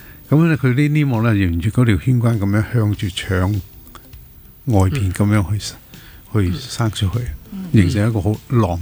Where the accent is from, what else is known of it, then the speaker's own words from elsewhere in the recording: China; 西方人咧食物入边咧个纤维冇我哋中国人咁多噶